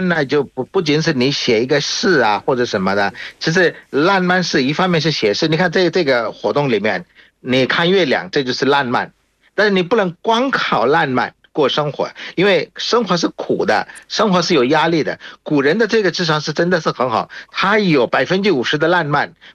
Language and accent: Chinese; Bangladesh; Chinese is a second language; 我是来自于孟加拉国的